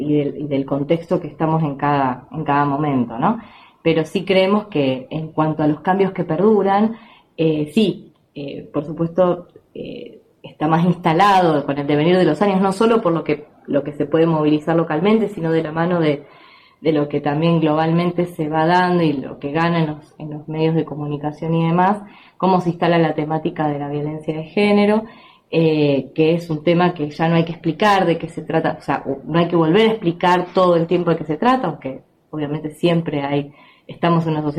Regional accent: Andalgalá, Catamarca, Argentina; Somos de Andalgalá, Catamarca, y pertenecemos a Asamblea del Algarrobo.

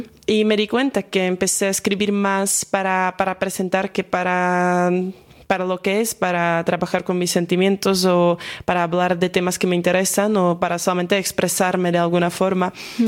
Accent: Slovakia; Spanish is a second language; moved away as an adult; now in Granada, Spain; bueno, pues … estudio ahorita Ciencias Políticas y Derecho aquí en Granada, pero soy de Eslovaquia. Me mudé hace año y medio

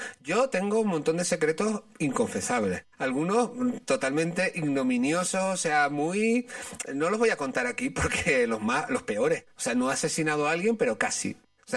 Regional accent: Canary Islands, Spain; yo como buen canario, yo tengo en la epidermis ya grabado el sol.

